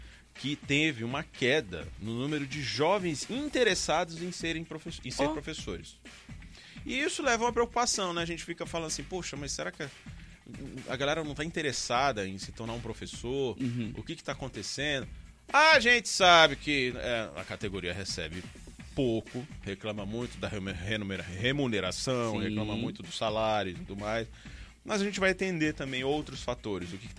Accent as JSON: {"language": "Portuguese", "town": "Guarujá", "region": "São Paulo", "country": "Brazil", "tie": "born or raised there", "said": "eu sou do Guarujá, litoral de São Paulo, né?"}